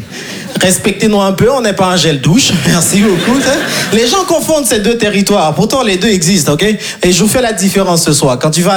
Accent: Haiti; Moi, je viens de Haïti. Est-ce que par applaudissement, tout le monde voit ce que c'est Haïti?

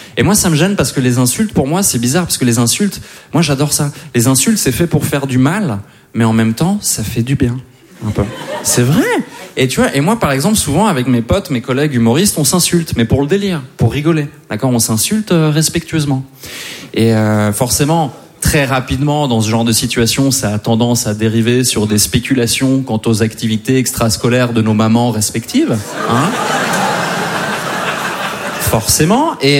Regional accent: Switzerland; born there; Mais je suis né en Suisse, effectivement. En revanche, comme beaucoup de Suisses, je ne suis pas que Suisse. Je suis petit-fils d'immigrés, petit-fils de réfugiés

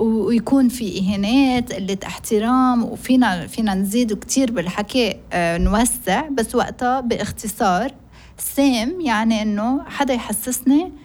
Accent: Lebanon; accent: Lebanese Arabic; first language Arabic; كبرنا بنحكي لبناني العربي، كيف كل واحد حتى بلبنان كل واحد بيحكي حسب منطقته،

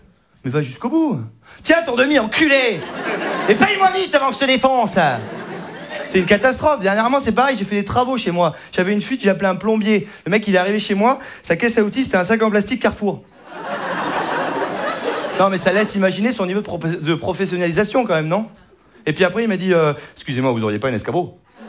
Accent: Saint-Émilion, Nouvelle-Aquitaine, France; je viens de Saint-Émilion.

